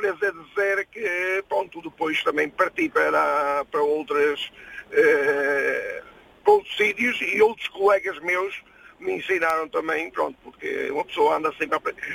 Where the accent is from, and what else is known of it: Mozambique; now in Portugal